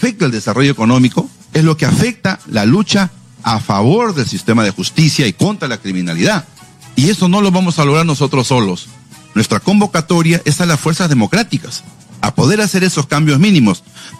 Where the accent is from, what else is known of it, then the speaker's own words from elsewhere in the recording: Peru; nosotros pues tenemos una gran ventaja como peruanos